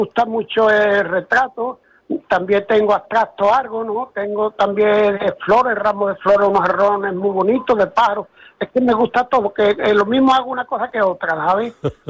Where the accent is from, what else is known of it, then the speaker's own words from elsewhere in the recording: La Puebla de Cazalla, Andalusia, Spain; que soy de la Puebla de Cazalla, ¿eh?, de Sevilla, pero llevo aquí ya 31 años.